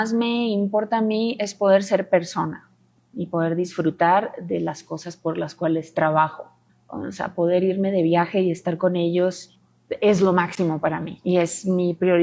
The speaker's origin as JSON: {"language": "Spanish", "region": "Sonora", "country": "Mexico", "tie": "born there", "also_born_or_lived": "Phoenix, Arizona, United States", "moved": "yes", "said": "siempre pienso en Sonora. Y en Phoenix, también crecí en Phoenix, parte de mi vida estuve en Arizona."}